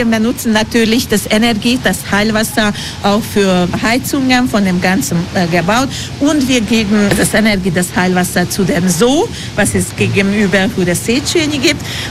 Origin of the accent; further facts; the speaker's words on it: Budapest, Hungary; German is a second language; Bei uns in Ungarn, in Budapest, finden sie Ilice.